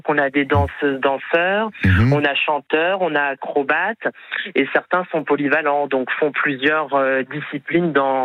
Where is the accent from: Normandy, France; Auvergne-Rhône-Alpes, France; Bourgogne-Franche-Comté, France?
Bourgogne-Franche-Comté, France; Trivy; moved away as an adult; mes parents étaient installés depuis 30 ans avec leur restaurant à Trivi. Une affaire de famille, puisque c'est la même famille depuis 7 générations. Donc, j'avais envie de revenir là où j'ai grandi